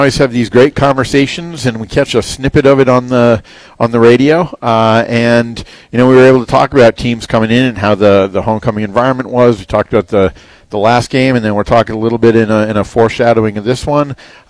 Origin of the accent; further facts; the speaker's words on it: Northeast, United States; moved away; I'm from the Northeast.